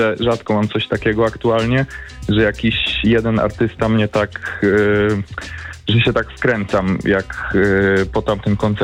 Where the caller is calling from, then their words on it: Szczecin, West Pomeranian Voivodeship, Poland; jestem ze Szczecina akurat.